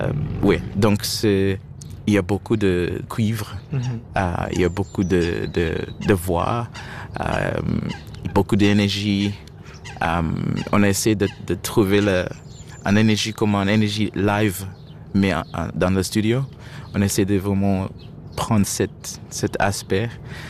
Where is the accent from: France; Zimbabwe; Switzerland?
Zimbabwe; first language Shona; French is a second language; pris d'un proverbe dans ma langue maternelle Shona